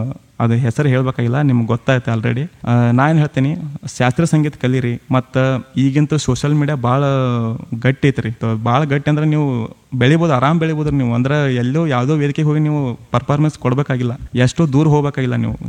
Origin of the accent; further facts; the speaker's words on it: North Karnataka, India; ಈ ಕಡೆ ಉತ್ತರ ಕರ್ನಾಟಕ ಕಡೆ